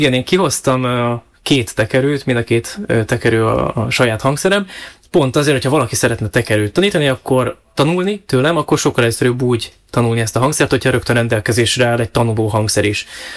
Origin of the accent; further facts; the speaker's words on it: Hungary; first language Hungarian; now in Prague, Czechia; ott van a családom, ott van a munkám, az a nyelv, amit beszélek, és egyébként nagyon sokat tanultam itt Prágában a saját magyarságomról is, meg a magyar nyelvről is